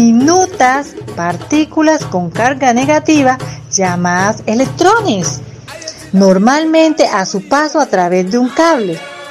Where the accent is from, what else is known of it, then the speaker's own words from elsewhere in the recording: Colombia; soy colombiana